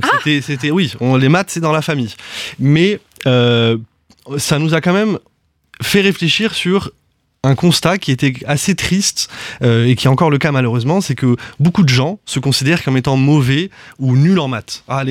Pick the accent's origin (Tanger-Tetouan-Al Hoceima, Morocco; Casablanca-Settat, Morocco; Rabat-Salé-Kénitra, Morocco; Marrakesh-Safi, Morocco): Casablanca-Settat, Morocco; Casablanca; J'arrive du Maroc, à la base, j'ai grandi à Casablanca, où j'ai fait mes études là-bas.